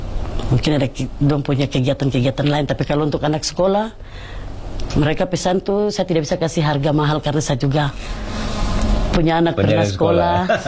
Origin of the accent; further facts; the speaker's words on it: Papua, Indonesia; kami mama-mama nih, mungkin bisa buat hal-hal seperti begini dan tolong jaga ini hasil budaya kami orang Papua.